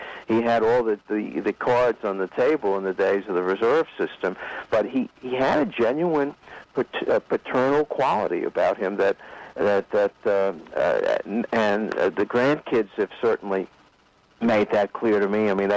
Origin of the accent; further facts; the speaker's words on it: New York, United States; it's real nice to be with you here tonight. I grew up in New York.